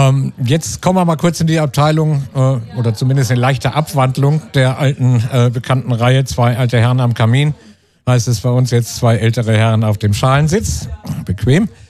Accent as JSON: {"language": "German", "region": "Bremen", "country": "Germany", "tie": "born or raised there", "moved": "yes", "said": "Ich bin nun gebürtiger Bremer"}